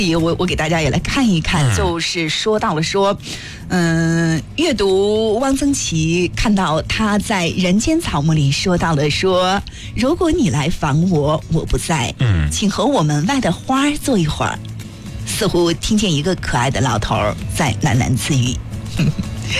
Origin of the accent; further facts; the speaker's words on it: Kashgar, Xinjiang, China; 就是我觉得就是像我是在喀什出生长大的，我也叫不出这么多桃子的名字